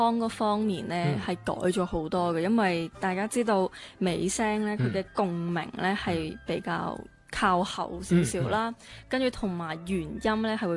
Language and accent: Cantonese; Macau; 咁我都系澳门人